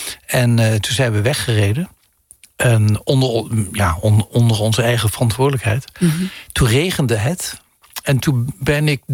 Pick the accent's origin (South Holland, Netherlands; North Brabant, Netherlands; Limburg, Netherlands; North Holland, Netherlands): Limburg, Netherlands; Heerlen; born there; Een van de eerste optredens was in de bibliotheek van mijn geboorteplaats Heerlen.